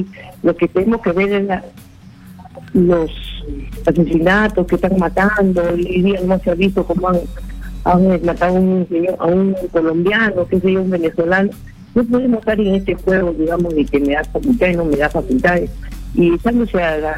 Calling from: Peru; como peruanos que somos

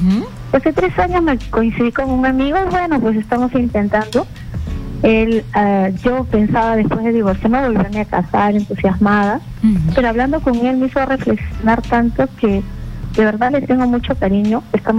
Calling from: Lima, Peru; Del Cercado de Lima.

